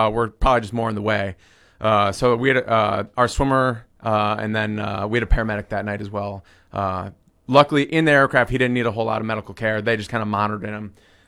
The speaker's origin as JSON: {"language": "English", "town": "Chicago", "region": "Illinois", "country": "United States", "also_born_or_lived": "Alaska / West Coast", "moved": "yes", "lives_now": "Traverse City, United States", "said": "Chicago area."}